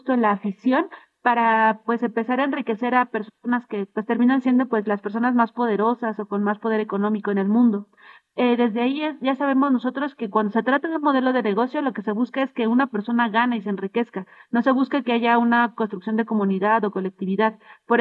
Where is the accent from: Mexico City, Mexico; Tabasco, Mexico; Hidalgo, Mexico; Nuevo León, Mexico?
Mexico City, Mexico; yo soy acá de los Pedregales de Coyoacán, muy cercana justo al Estadio Azteca por la zona aquí de Santa Úrsula, Coapa.